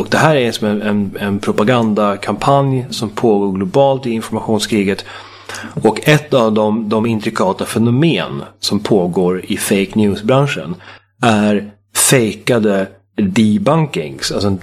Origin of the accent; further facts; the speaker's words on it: Sweden; för mig som svensk